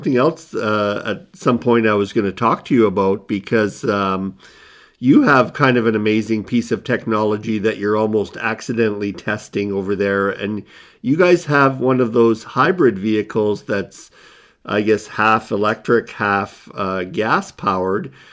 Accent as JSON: {"language": "English", "region": "Nunavut", "country": "Canada", "tie": "born or raised there", "moved": "yes", "lives_now": "Yellowknife, Canada", "said": "we are in Yellowknife, which is shocking to me because I grew up in Nunavut."}